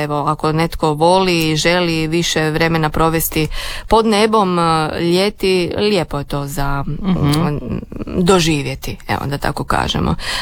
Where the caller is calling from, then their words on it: Pula, Istria County, Croatia; Iz Pule mogu vam svima poželjeti samo lijep, ugodan i miran vikend.